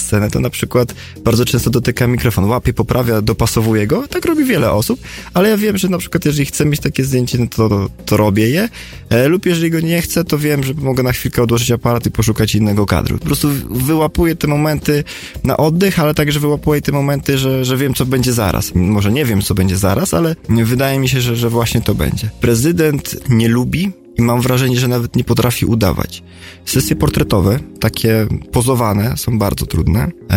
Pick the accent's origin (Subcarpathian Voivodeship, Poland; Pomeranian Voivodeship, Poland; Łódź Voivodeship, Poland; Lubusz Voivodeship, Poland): Pomeranian Voivodeship, Poland; Gdańsk; pochodzę z Gdańska